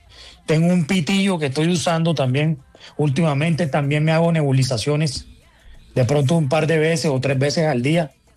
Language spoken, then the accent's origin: Spanish; Cartagena, Bolívar, Colombia; pelados que llegaron de Bucaramanga, del eje cafetero, de la costa, como yo que llegué de Cartagena, de muchas partes